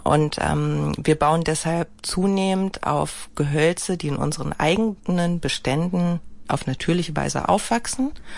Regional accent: Berlin, Germany; Also als Berlinerin kommt man ja eh nicht dran vorbei.

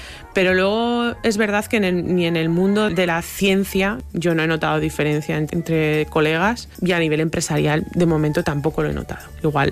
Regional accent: La Tala, Castile and León, Spain; Mi pueblo, que se llama La Tala y que está en la provincia de Salamanca.

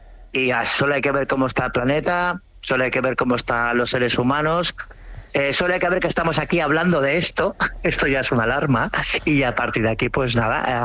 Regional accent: Cambrils, Catalonia, Spain; cuando llego a casa, a mi pueblo, a Cambrils

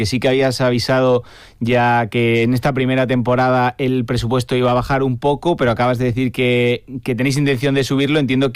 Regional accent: Seville, Andalusia, Spain; also born or lived in Salamanca; Yo soy de Sevilla, por ejemplo, y de las pocas marcas que conozco de Salamanca, después de haber vivido allí 2 años, es Perfumerías Avenida.

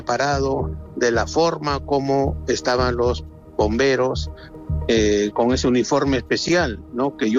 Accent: Peru; moved away as an adult; Yo soy de Perú, ¿no? Tengo 55 años, llevo en el país ya 26 años, porque yo llegué en abril del año 2000

